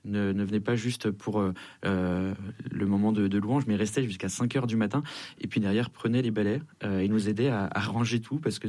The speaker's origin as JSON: {"language": "French", "town": "Argenteuil", "region": "Île-de-France", "country": "France", "said": "Moi, je suis d'Argenteuil"}